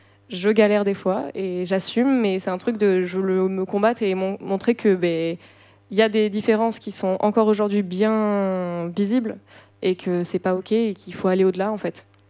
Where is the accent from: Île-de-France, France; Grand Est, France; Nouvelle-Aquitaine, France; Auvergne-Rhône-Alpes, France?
Nouvelle-Aquitaine, France; Landes; moved away; Moi, je viens des Landes, dans un petit patelin